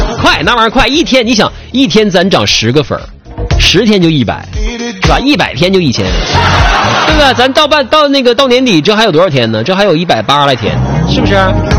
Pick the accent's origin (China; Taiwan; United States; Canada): China; Northeast China; also born or lived in Wenzhou; 回趟咱们东北老家